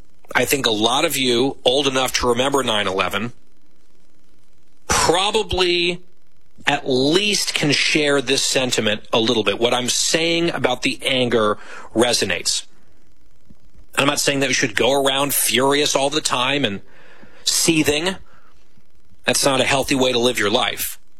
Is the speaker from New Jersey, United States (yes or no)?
yes; Ridgewood, New Jersey, United States; I did search my hometown, Ridgewood, New Jersey, Ridgewood lost 11 people on 9/11.